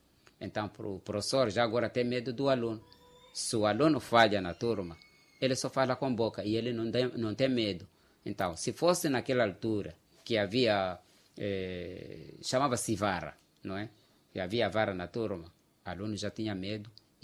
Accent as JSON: {"language": "Portuguese", "town": "Quelimane", "region": "Zambezia", "country": "Mozambique"}